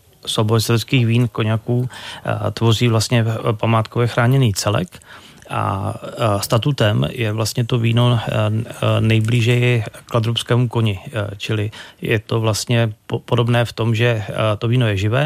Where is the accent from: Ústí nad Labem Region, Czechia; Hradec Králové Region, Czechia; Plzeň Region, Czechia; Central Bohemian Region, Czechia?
Plzeň Region, Czechia; Plzeň; Tak já jsem původem z Plzně, takže spíš tíhnu pivu.